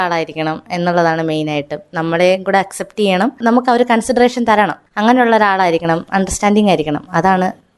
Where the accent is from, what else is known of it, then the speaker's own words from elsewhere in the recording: Pala, Kerala, India; born there; also born or lived in Vaikom; ഞാൻ ജനിച്ചു വളർന്നത് ഒരു 6 വയസ്സ് വരെ വളർന്നത് വൈക്കുമായിരുന്നു. അതിനുശേഷം പിന്നെ ഇങ്ങോട്ടേക്ക് പാലായിലേക്ക് മാറുക ചെയ്തത്.